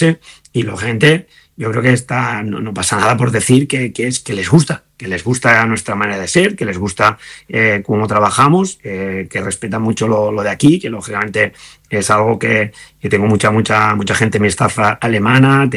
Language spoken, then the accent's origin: Spanish; Granollers, Catalonia, Spain; en mi pueblo, en Granollers